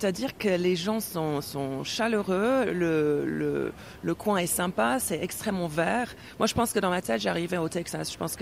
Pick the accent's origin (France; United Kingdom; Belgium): United Kingdom; England; born there; first language English; French is a second language; je suis née en Angleterre, une famille purement anglophone, personne de ma famille qui habite en dehors de l'Angleterre.